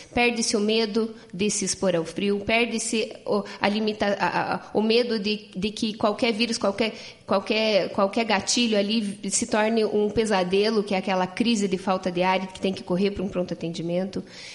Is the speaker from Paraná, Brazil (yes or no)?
yes; Castro, Paraná, Brazil; born there; Eu sou nascida em Castro.